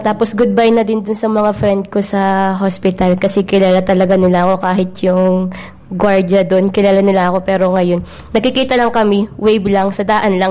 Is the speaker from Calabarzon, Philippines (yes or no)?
yes; Lucban, Quezon, Calabarzon, Philippines; mula sa Lokwan, Quezon, Barangay Ayuti.